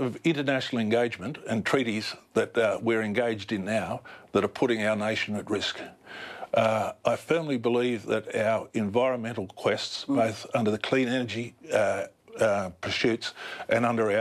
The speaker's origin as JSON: {"language": "English", "country": "Australia", "said": "And I'm an Australian."}